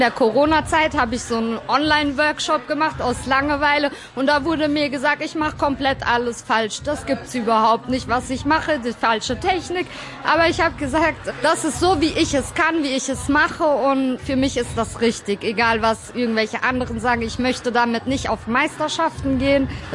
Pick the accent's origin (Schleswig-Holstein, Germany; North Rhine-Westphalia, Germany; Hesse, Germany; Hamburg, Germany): Hesse, Germany; Frankfurt; Ich bin in Frankfurt geboren und aufgewachsen im Gutleutviertel. Das ist das Bahnhofsviertel, Rotlichtmilieu